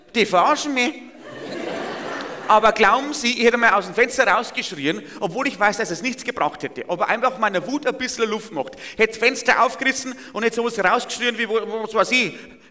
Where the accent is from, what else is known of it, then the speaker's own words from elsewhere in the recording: Bavaria, Germany; Das ist ein richtiger Gamechanger, wie man bei uns im Bayerischen Wald dazu sagt.